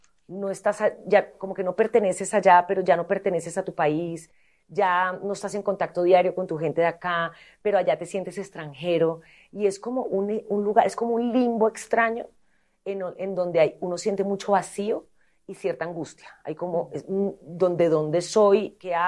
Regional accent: Colombia; now in Spain; No, yo me siento colombiana y española también. Ya en este momento llevo más tiempo viviendo en España

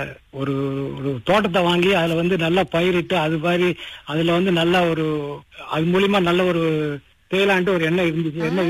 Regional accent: Kuala Selangor, Selangor, Malaysia; வழக்கமா நம்ம ஊர் தான் கோலசலாங்கூர் தான் போவோம்.

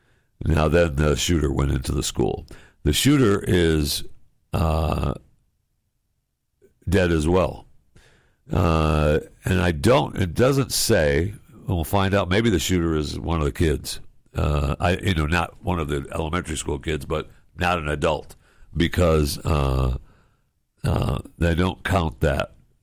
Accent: Michigan, United States; born there; also born or lived in Florida; now in Texas, United States; I feel like I'm a Floridian, even though I live in Texas now. I was born in Michigan, and I've lived in, I don't know how many states I've lived in now, too many. But I've lived in Florida the longest

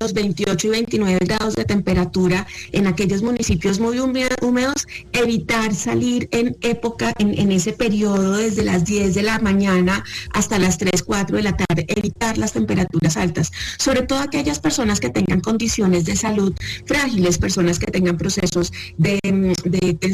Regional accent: Colombia; somos un país de regiones con diversas altitudes

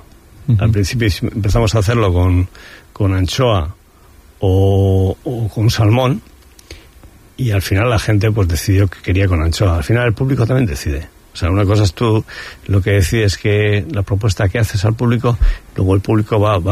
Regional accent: San Sebastián, Basque Country, Spain; sobre todo yo que soy donostiarra

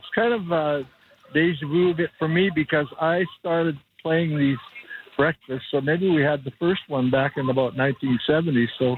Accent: Pender Harbour, British Columbia, Canada; born there; I'm a coastal boy. I was born in Tender Harbor up the Sunshine Coast. My dad was a logger, then a fisherman.

